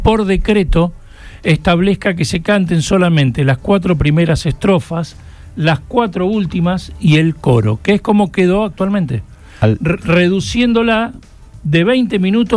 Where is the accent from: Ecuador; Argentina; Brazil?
Argentina; porque es el sentimiento más profundo de lo que nos representa a nosotros como argentinos.